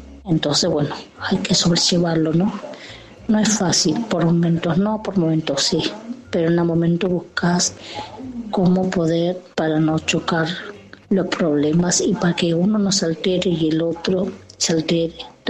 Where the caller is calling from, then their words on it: Ituzaingó, Argentina; de Ituzaingó.